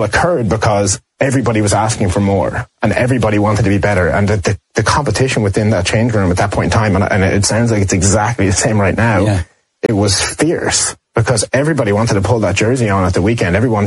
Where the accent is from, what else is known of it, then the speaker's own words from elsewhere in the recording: Ireland; accent: Irish; And I also think like being Irish helps. We're liked in most places that we go. So, walking in the door with an Irish accent is never a bad thing.